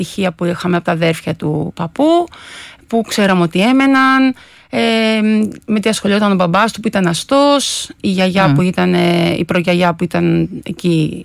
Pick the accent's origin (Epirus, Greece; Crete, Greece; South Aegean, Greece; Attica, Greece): Crete, Greece; Chania; moved away; Έφυγα πολύ γρήγορα από τα Χανιά μεταγραφή, ήρθα στη Βουλιαγμένη, στην εθνική ομάδα.